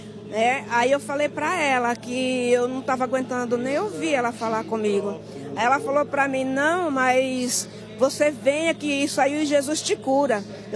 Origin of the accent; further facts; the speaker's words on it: Vargem Grande Paulista, São Paulo, Brazil; De Vargem Grande Paulista.